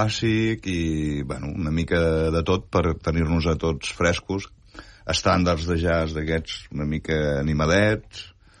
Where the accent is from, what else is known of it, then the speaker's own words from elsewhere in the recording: Catalonia, Spain; també som catalans, estem a Catalunya